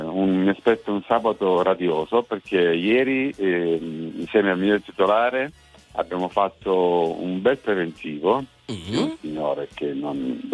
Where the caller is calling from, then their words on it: Apulia, Italy; Provincia di Lecce.